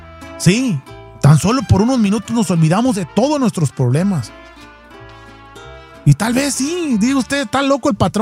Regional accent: Mexico; es que soy mexicano y es mi sentimiento, es mi sentir y es así soy yo

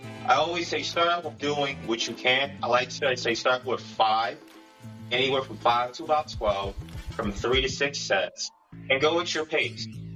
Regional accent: New Jersey, United States; I actually grew up in New Jersey. I grew up in New Jersey practically my whole life

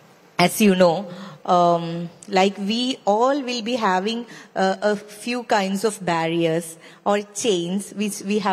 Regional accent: Kozhikode, Kerala, India; I belong from Malabar region. I hail from Kozhikode city. I born and brought up in a family which had very pure, in-depth feeling of the, you know, the orthodox, a religious...

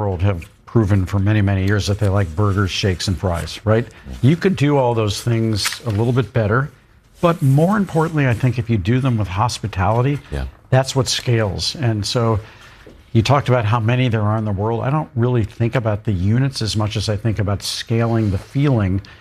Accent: St. Louis, Missouri, United States; I got that probably from growing up in St. Louis. When I grew up there, we were as purple of a state.

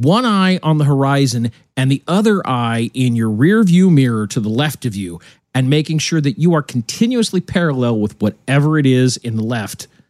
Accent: United States; as an American, but also as a veteran

